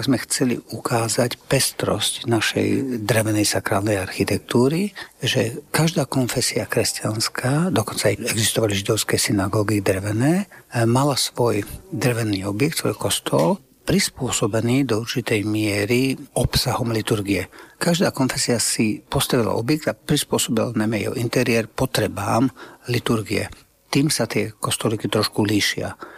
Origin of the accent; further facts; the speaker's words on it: Istebné, Žilina Region, Slovakia; Ja som z Oravy, z Istebného, kde je artikulárny kostol